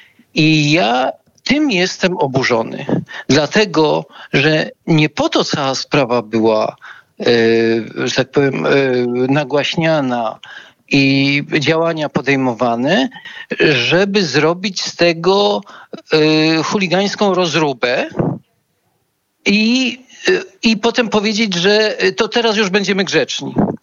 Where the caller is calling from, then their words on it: Lesser Poland, Poland; dzwonię z Małopolski